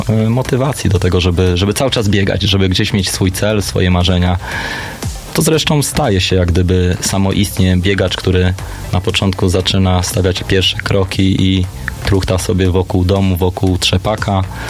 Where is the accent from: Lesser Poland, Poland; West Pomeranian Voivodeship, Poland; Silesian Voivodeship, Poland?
West Pomeranian Voivodeship, Poland; Szczecin; faktycznie jestem chyba pierwszym Szczecinianinem i chyba pierwszym człowiekiem z zachodniopomorskiego, któremu się udało to zrobić.